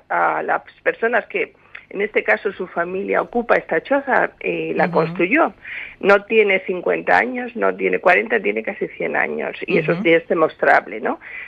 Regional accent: Charco del Palo, Canary Islands, Spain; Yo soy gente del Charco del Palo que se pasa por allí, pasea por la costa

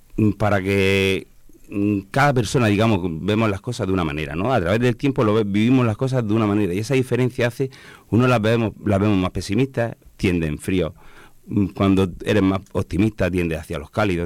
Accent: Molina de Segura, Region of Murcia, Spain; al final de mi tierra, de aquí son todo, mi familia

